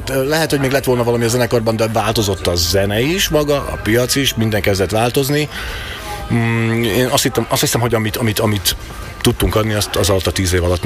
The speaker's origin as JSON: {"language": "Hungarian", "town": "Nové Zámky", "region": "Nitra Region", "country": "Slovakia", "also_born_or_lived": "London", "said": "Újvár és környékén azt hiszem, hogy itt leginkább, mert innen származunk."}